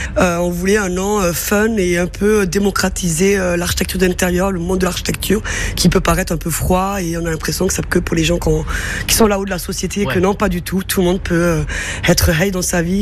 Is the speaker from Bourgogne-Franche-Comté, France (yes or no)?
no; Carcassonne, Occitanie, France; born there; also born or lived in Paris; Je suis partie de Paris, je suis revenue dans le sud. Moi, je suis née à Carcassonne.